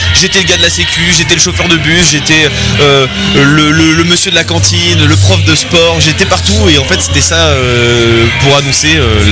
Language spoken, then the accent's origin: French; Bernay, Normandy, France; moved away as an adult; now in Laval, France; je suis originaire de Normandie, de Bernay, mais j'ai déménagé maintenant il y a 2 ans. Et je me suis installé à Laval